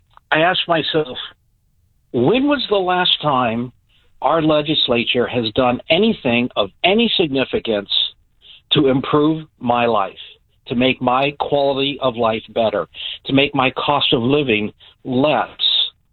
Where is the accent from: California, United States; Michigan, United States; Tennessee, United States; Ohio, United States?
California, United States; Lincoln; born or raised there